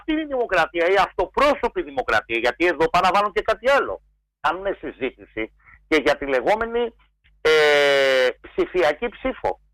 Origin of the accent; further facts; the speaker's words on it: Oktonia, Central Greece, Greece; Εγώ κατάγομαι από την Οκτωνιά. Πήγαινε σήμερα να δεις την Οκτωνιά, ένα καφενείο και τέσσερα σπίτια. Αυτό που κάποτε ήταν κεφαλοχώρι.